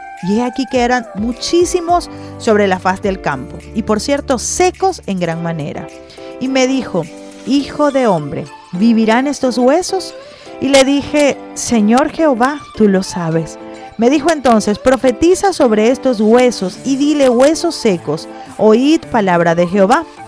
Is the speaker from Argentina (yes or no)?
no; Venezuela